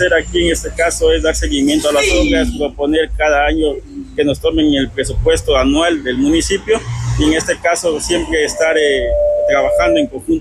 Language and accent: Spanish; Trapichillo, Loja, Ecuador; born there; nosotros, como somos de Trapichillo, nacidos en Trapichillo